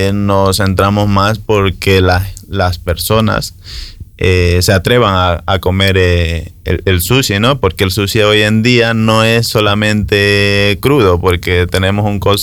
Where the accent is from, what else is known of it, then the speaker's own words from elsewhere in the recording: Ecuador; moved away as an adult; now in Burgos, Spain; Yo soy ecuatoriano, yo la aprendí en Ecuador desde los 18 años.